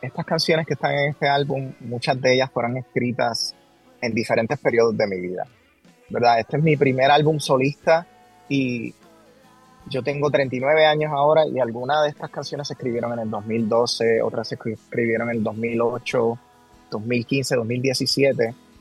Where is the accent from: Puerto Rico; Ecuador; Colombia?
Puerto Rico; Guayama; moved away as an adult; now in Los Angeles, United States; mi pueblo, Guayama, es conocido como la ciudad bruja en Puerto Rico.